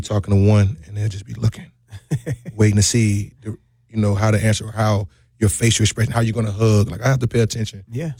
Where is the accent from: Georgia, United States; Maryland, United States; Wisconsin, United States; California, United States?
Wisconsin, United States; Milwaukee; I'm from North Meadows.